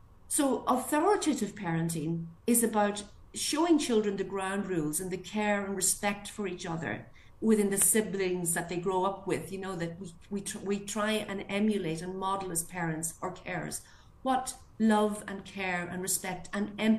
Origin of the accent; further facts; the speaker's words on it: Donegal, Ulster, Ireland; I come from Donegal in Ireland.